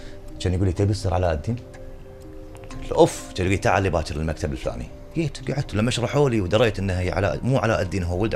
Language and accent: Arabic; Kuwait; احنا كخليجيين ترى احنا او احنا ككويتيين بالذات